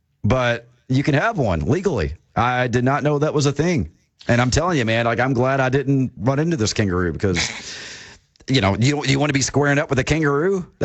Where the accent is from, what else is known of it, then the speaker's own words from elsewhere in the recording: Kentucky, United States; That's my hometown.